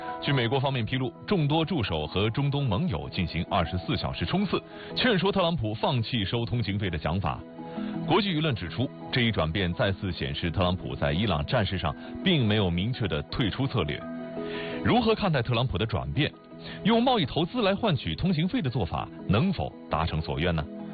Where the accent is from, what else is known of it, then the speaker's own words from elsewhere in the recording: China; 作为中国人